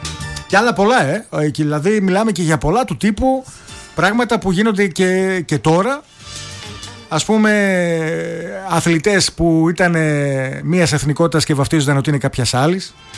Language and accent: Greek; Greece; Εμείς, που εδώ σαν Έλληνες